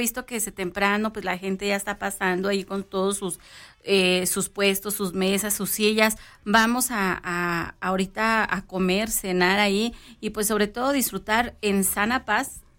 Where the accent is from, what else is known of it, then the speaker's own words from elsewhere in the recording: Mexico; somos bien mexicanos